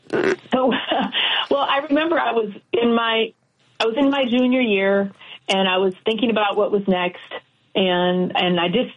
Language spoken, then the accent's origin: English; Twin Cities, Minnesota, United States; the other reality of growing up in the Twin Cities in that time was, you know, both St. Paul and Minneapolis have their own culture, but overall, it's a very small, close-knit community with people who really are invested